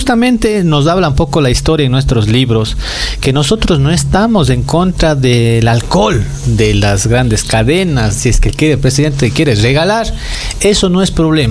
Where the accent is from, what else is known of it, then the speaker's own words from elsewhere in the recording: Cuenca, Azuay, Ecuador; nosotros somos de acá, de Cuenca.